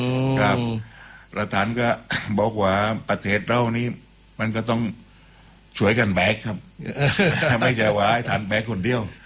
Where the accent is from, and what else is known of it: Surat Thani, Thailand; born there